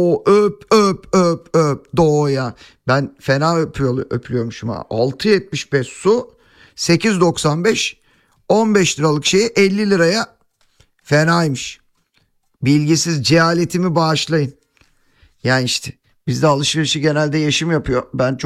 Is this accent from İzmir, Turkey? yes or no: yes; İzmir, Turkey; now in Seferihisar, Turkey; ben İzmir'i çok seviyorum. Çünkü yani burada büyüdüm. Buranın çocuğuyum. Bu toprakların çocuğuyum. İşte 2000 yılından beri Seferihisar'dayım ben. 1979'da yani 7 yaşındayken ben babam 8 yaşındayken İzmir'e tayin oldu.